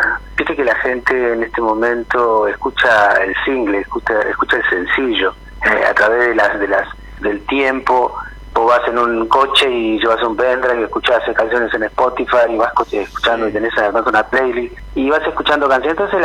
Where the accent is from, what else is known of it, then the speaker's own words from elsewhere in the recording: Neuquén, Argentina; Soy neuquino, obviamente con padres que vinieron y se radicaron en esta zona, de la provincia de Buenos Aires y de Salta. Así que bueno, estamos acá hace mucho tiempo haciendo música y desde muy temprana edad, obviamente criado en un ambiente musical, artístico